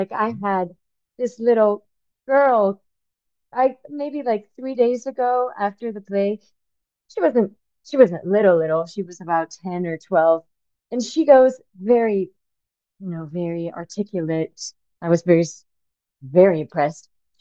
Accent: Spain; now in New York, United States; Home for me is floating, is kind of New York. I was born in Spain, so born and raised, so that'll always be home.

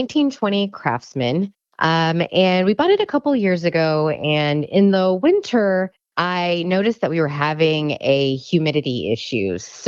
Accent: Long Beach, California, United States; I am from Long Beach, California.

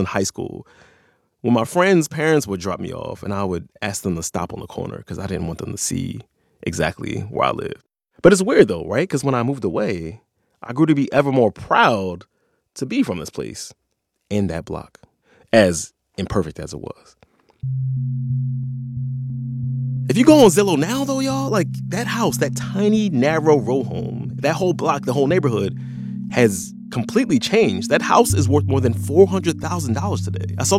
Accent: Philadelphia, Pennsylvania, United States; At the same time I was growing up in South Philly

